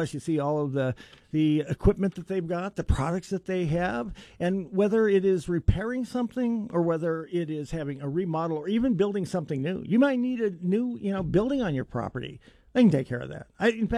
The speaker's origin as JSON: {"language": "English", "country": "United States", "said": "Because I'm an American and I live here and our priorities are number one here."}